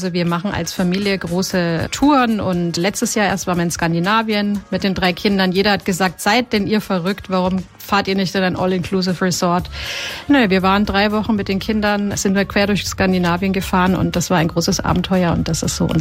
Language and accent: German; Bavaria, Germany; moved away as an adult; now in Bayreuth, Germany; bin Zahnärztin und bin vor ein paar Jahren der Liebe wegen nach Bayreuth gekommen, aus Mittelfranken. Ich bin quasi Migrantin, bin aber ganz froh, dass ich hier die Sprache auch gut verstehe und mittlerweile auch spreche.